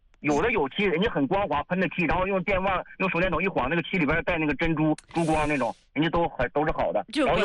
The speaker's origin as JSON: {"language": "Chinese", "region": "Northeast China", "country": "China", "accent": "Northeastern (Dongbei) dialect", "said": "像我们东北话的"}